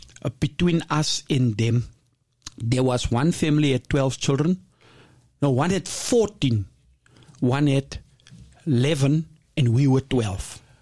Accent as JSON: {"language": "English", "town": "Soweto", "region": "Gauteng", "country": "South Africa", "tie": "born or raised there", "also_born_or_lived": "Eldorado Park", "said": "Because when we grew up in Noorgesig, on the corner of Arm Street and Hazeldale"}